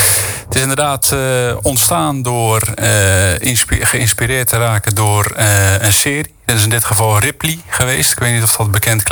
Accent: Dordrecht, South Holland, Netherlands; Geboren en getogen in Sterrenburg.

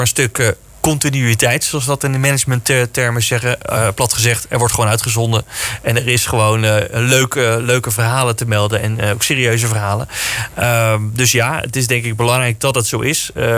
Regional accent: Dordrecht, South Holland, Netherlands; Ik ben geboren en getogen in Dordrecht. Ik vind het hartstikke leuk om in mijn eigen geboortegrond en omgeving nieuws te maken. Mijn opa en oma hebben hier in Papendrecht gewoond.

